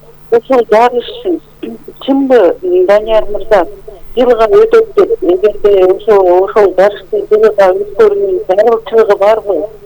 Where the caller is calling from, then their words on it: Bishkek, Kyrgyzstan; Мен Бишкек шаарынан